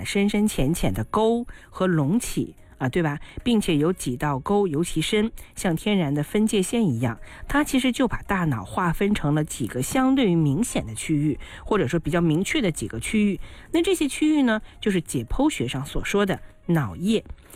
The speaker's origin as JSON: {"language": "Chinese", "region": "Northeast China", "country": "China", "said": "这个脑门大这个我们东北人叫奔的头"}